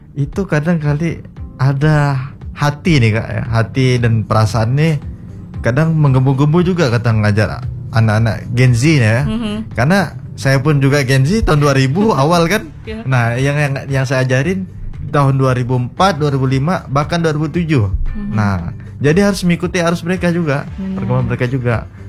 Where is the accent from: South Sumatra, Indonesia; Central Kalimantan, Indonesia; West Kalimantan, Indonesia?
West Kalimantan, Indonesia; Sintang; Dan saya Kak, karena berasal dari Sintang lah ya, karena Sintang ini kan bahkan wilayah Kalimantan Barat ini Sintang termasuk regional 3T.